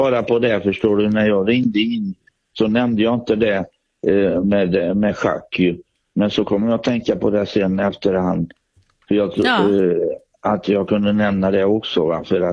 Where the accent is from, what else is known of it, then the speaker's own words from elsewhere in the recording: Fritsla, Västra Götaland County, Sweden; Ja, vi hade väl spelningar där hemma i Fritsla.